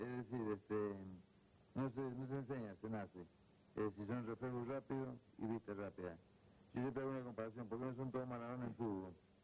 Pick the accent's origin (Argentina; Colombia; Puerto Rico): Argentina; somos los dos de Argentina que más combates tenemos.